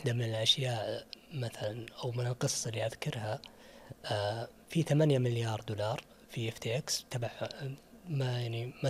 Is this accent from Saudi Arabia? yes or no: yes; Saudi Arabia; الحمد لله إحنا عندنا في السعودية